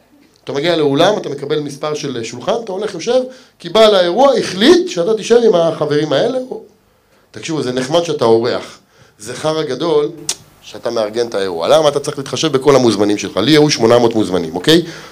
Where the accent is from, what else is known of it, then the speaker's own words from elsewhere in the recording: Ramla, Central District, Israel; אני במקור גדלתי ברמלה